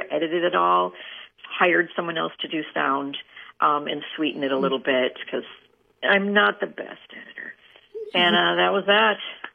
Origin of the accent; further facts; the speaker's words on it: Winona, Minnesota, United States; moved away as an adult; also born or lived in Chicago, Illinois / Denver, Colorado; I grew up in Winona, Minnesota, and then I left right after high school because I just wanted to get out in the world and mm-hmm. spent time overseas, went to Kansas University, mm-hmm. KU, lived in Chicago for 10 years